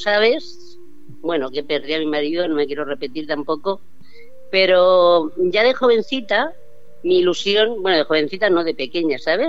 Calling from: Barcelona, Catalonia, Spain; de Barcelona, ¿qué tal?

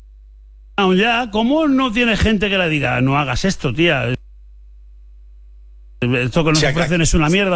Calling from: Palma, Balearic Islands, Spain; de Palma.

